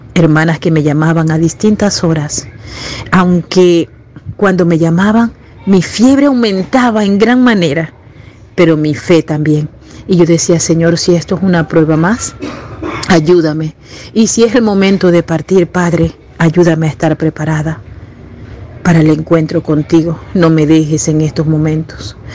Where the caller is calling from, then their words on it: Colombia; de Colombia.